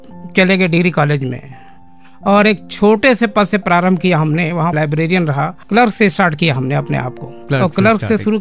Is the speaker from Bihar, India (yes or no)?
no; Gonda, Uttar Pradesh, India; moved away as an adult; now in Gorakhpur, India; मेरा बचपन का जीवन गोंडा आवाज में बीता है, मैं यहीं का विद्यार्थी रहा, बाल्यकाल से लेके और पढ़ाई तक यहीं रहा मैं।